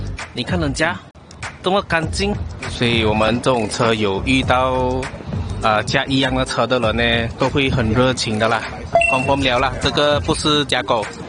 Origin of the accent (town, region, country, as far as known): Sarawak, Malaysia